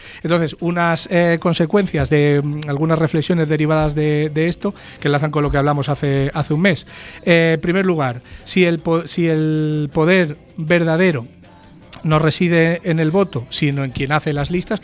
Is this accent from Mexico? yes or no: no; Spain; somos todos los españoles los que votamos